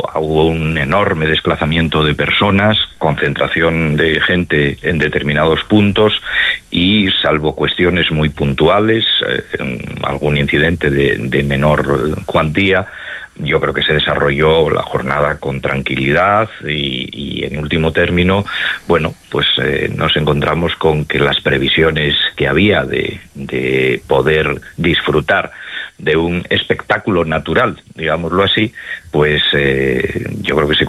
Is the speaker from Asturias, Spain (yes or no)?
yes; Asturias, Spain; Bueno, pues en mi tierra, en Asturias.